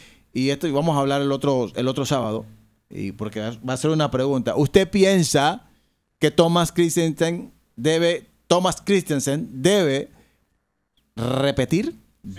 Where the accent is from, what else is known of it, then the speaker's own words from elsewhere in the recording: Panama; yo soy panameño 100%